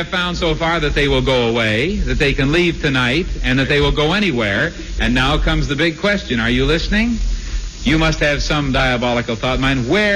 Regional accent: Canada; now in United States; I'm a Canadian myself.

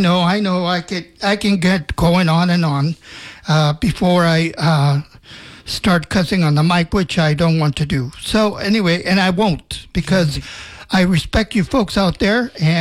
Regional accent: Laredo, Texas, United States; I was born in Mexico, in Nuevo Laredo, Mexico, but I moved to Laredo, Texas when I was like 7 years old. And now I'm in my 70s, and I've been here in the United States for most of my life now.

